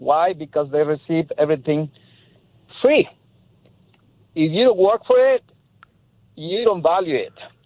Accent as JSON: {"language": "English", "country": "Mexico", "second_language": "English", "said": "I come from Mexico, and getting a pencil, I took care of it until I was almost done with it."}